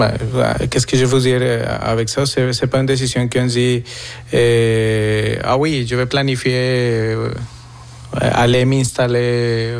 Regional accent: Colombia; now in Quebec, Canada; Je viens de la Colombie. Je suis ici avec ma famille, ma femme et mes enfants.

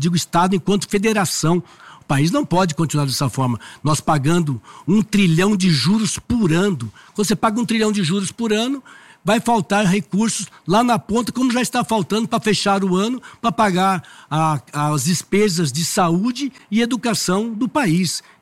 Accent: Guararema, São Paulo, Brazil; Desde quando eu fui vereador lá na cidade de Guararema, minha terra natal, aos 22 anos de idade.

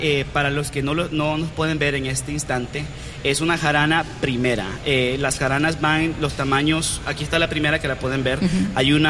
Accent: Managua, Nicaragua; soy cuarta generación en la colonia, entonces todos me conocen, todos saben que soy el hijo de Osvaldo, el nieto de Oscar. Entonces yo era de esos niños cage free que iba del tumbo al tambo en mi área de Managua

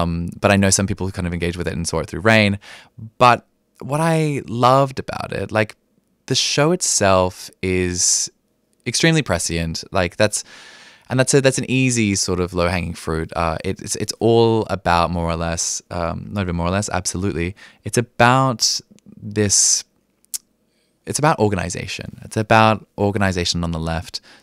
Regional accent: Sydney, New South Wales, Australia; moved away; I'm originally from Sydney

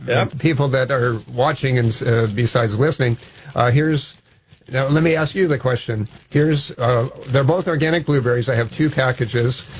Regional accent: Hawaii, United States; I grew up in Hawaii

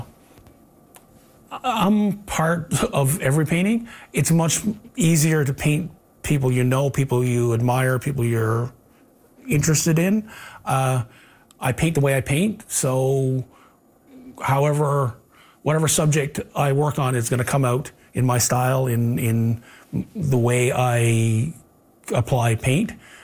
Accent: Flat Bay, Newfoundland and Labrador, Canada; now in St. John's, Canada

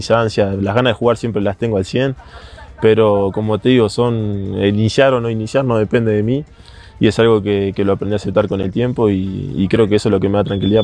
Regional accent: Uruguay; moved away as an adult; quería quedarme en mi país, quería quedarme en Uruguay

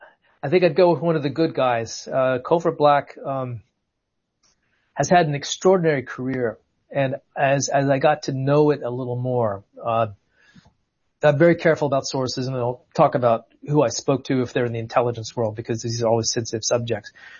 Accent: North Carolina, United States; I'm from North Carolina, so part of the South where people really like biblical names or names that are derived from biblical names.

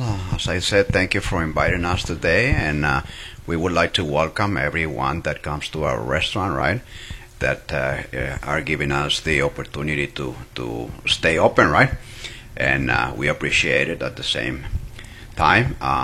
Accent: Durango, Mexico; born there; English is a second language; moved away; Well, I was born in Mexico, Durango State, and it's been like a family-owned business since I was little.

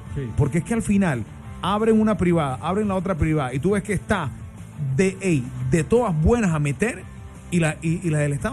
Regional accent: Panama

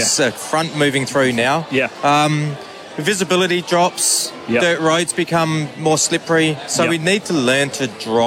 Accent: South Australia, Australia; I grew up in the Riverland, so I'm a country lad

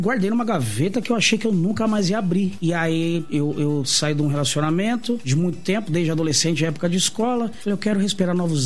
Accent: São Paulo, Brazil; eu sou da São Miguel, Curuçá Velha, né?

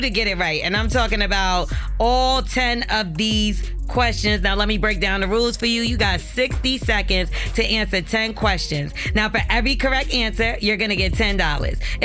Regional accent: Brooklyn, New York, United States; I'm from Brooklyn, and there's a big difference between Brooklyn and the Bronx.

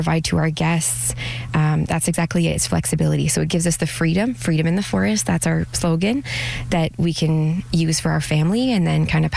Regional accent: Ontario, Canada; now in New Brunswick, Canada; We're francophone aussi, and we're Indigenous from Ontario. So we just love the culture here.

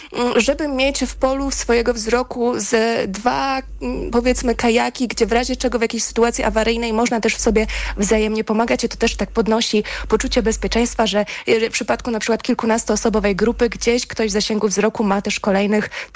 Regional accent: Pomeranian Voivodeship, Poland; pochodzę z Pomorza

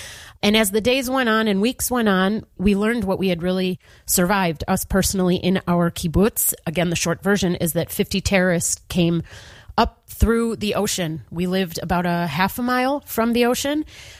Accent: Chicago, Illinois, United States; also born or lived in Ashkelon / Gaza border kibbutz; now in Israel; Growing up in Chicago, we had snow days.

